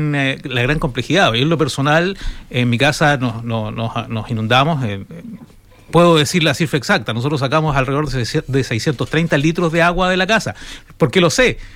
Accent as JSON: {"language": "Spanish", "town": "Iquique", "region": "Tarapacá", "country": "Chile", "said": "Yo soy iquiqueño, ya voy a cumplir 60 años"}